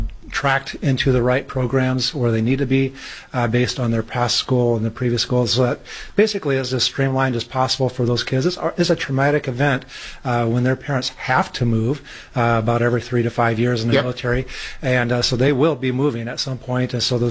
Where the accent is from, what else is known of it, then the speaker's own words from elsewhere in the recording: Iowa, United States; I grew up in Iowa, and so I stayed there a good portion